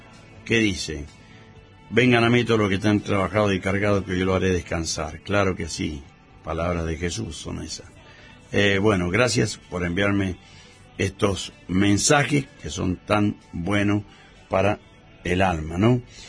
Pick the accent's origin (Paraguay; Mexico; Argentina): Argentina; Cuyo; Yo soy cuyano, pero de pura cepa.